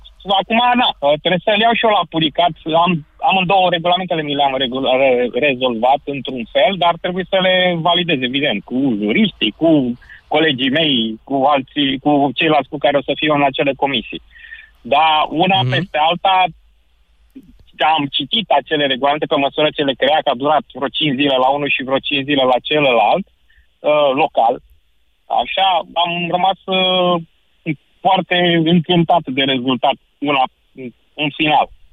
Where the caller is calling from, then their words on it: Târgu Jiu, Gorj County, Romania; Salut! Sunt arhitectul șef din Târgu Jiu, mai exact.